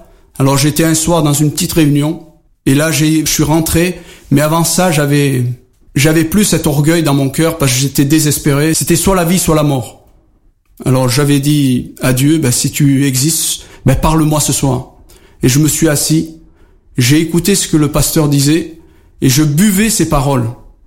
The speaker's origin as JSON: {"language": "French", "country": "Algeria", "said": "je suis toujours un arabe, j'aime toujours mes compatriotes et que je suis algérien et que je le resterai jusqu'à la fin de mes jours et j'en suis fier."}